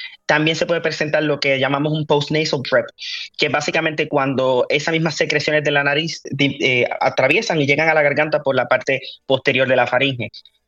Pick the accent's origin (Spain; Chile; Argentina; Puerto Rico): Puerto Rico; Pero nacido, criado en Puerto Rico, hice toda mi carrera, incluso escuela de medicina la hice en la escuela de medicina de Ponce Health Sciences Universi